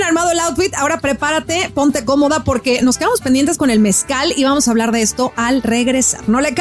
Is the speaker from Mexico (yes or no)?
yes; Mexico; somos mexicanos.